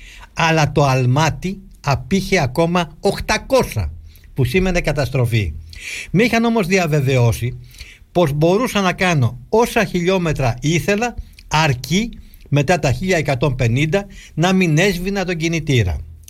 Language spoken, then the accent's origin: Greek; Greece; είμαι Έλληνας αξιωματικός